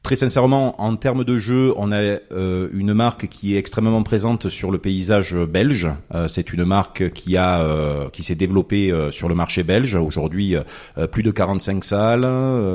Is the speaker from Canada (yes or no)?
no; Marseille, Provence-Alpes-Côte d'Azur, France; accent: Marseille; Alors, originaire de Marseille. Bon, je pense que mon accent le trahit.